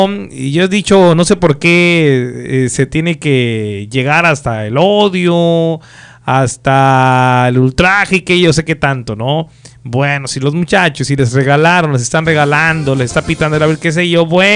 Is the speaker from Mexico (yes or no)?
yes; Mexico; soy mexicano